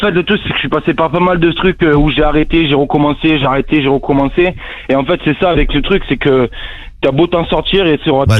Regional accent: Provence-Alpes-Côte d'Azur, France; Moi, je suis du Vaucluse, mais en fait, il fallait que je coupe tout, quoi.

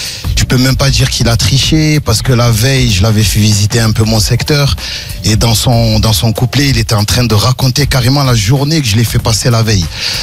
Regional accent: Marseille, Provence-Alpes-Côte d'Azur, France; En tant que Marseillais, on se comprend.

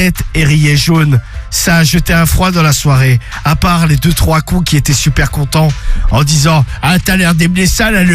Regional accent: Drancy, Île-de-France, France; 32 ans, je suis de Drancy.

